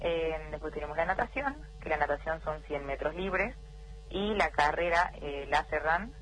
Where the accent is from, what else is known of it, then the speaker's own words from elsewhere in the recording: Salta, Argentina; Por suerte pude verme con bastante familia, cosa que es difícil ya que soy de Salta.